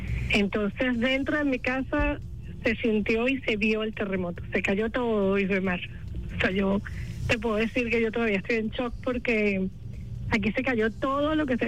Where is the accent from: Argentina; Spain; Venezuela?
Venezuela; nos define como venezolanas y venezolanos